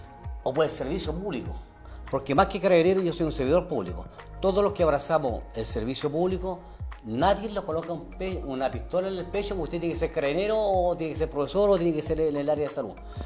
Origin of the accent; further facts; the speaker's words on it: Tomé, Biobío, Chile; me siento orgulloso, no solamente de haber nacido en California, sino de haber nacido en Tomé, en mi pueblo.